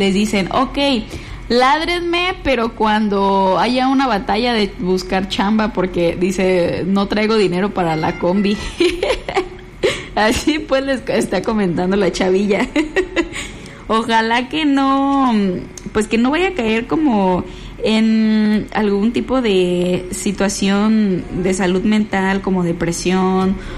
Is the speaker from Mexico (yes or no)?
yes; Morelia, Michoacán, Mexico; somos de Morelia